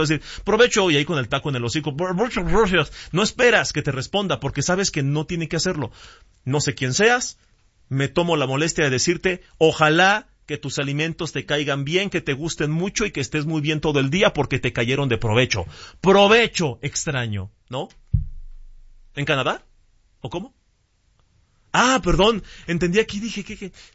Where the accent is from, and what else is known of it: Mexico